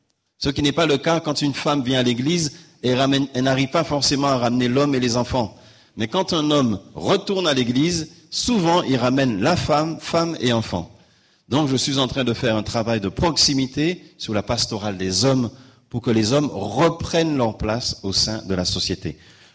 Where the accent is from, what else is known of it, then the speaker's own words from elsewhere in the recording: Guadeloupe; Chez nous, en Guadeloupe